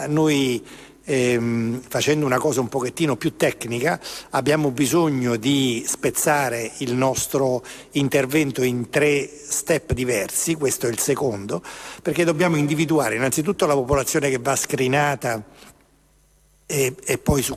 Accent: Naples, Campania, Italy; io sono napoletano, quindi ho nel DNA l'arte di arrangiarmi

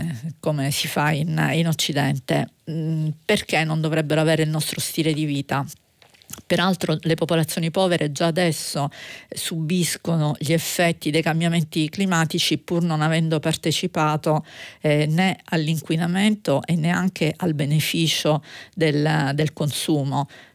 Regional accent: Calabria, Italy; sono calabrese

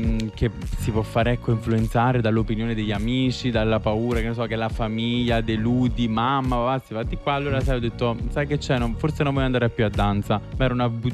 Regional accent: Marcianise, Campania, Italy; sono di Marcianise, provincia di Caserta

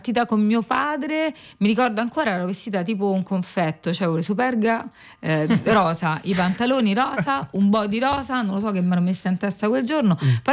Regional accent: Rome, Lazio, Italy; accent: Roman; avevo l'accento romano

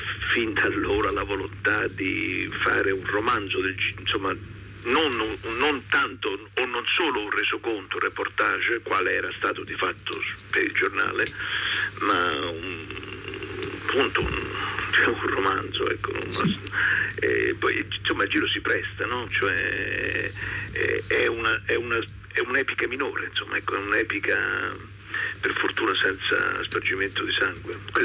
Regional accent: Rome, Lazio, Italy; non in quanto romano, naturalmente, ma in quanto italiano.

